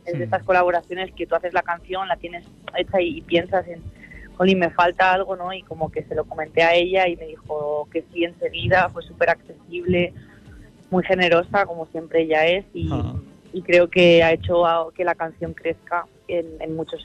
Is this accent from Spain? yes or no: yes; Villamayor de Santiago, Castilla-La Mancha, Spain; en mi pueblo, en Villamayor de Santiago